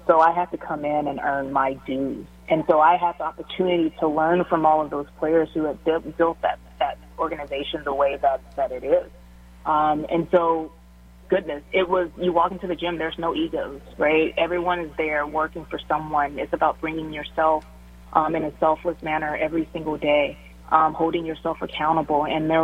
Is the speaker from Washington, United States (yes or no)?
no; Shreveport, Louisiana, United States; I came from Shreveport. I wasn't highly recruited.